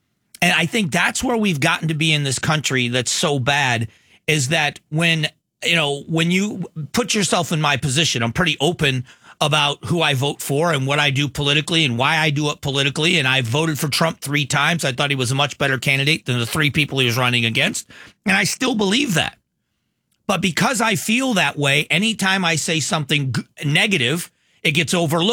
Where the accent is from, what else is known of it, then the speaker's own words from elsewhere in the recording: Florida, United States; I grew up in Florida.